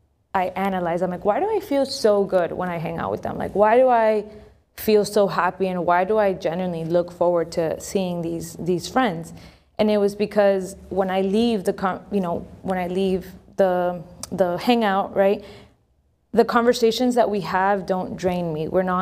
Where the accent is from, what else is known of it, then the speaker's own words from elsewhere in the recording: Miami, Florida, United States; growing up in Miami